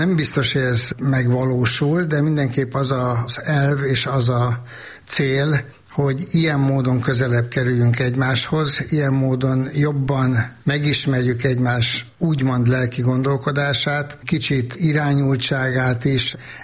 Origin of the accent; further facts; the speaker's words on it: Budapest, Hungary; bár tényleg nem itt lakom, kőbányai vagyok